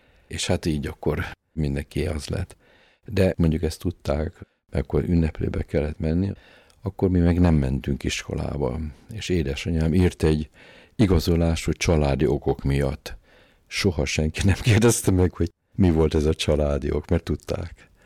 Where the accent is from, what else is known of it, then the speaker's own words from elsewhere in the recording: Budapest, Hungary; Várban nőttünk föl. Most a vár az egy akkora nagy játszótér, a Halászbástya egyik oldalon, másik oldalon a Tóth Árpád sétány, a gyönyörű kilátás a Budára, a budai kis dombokra.